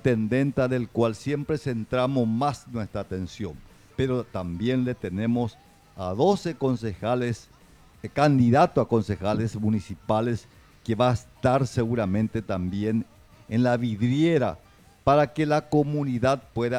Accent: Fram, Itapúa, Paraguay; Somos personas de Fran.

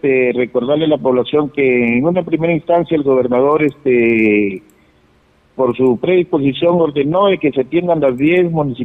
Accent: Tambogrande, Piura, Peru; porque yo soy de Tambo Grande, yo sé las necesidades que tiene.

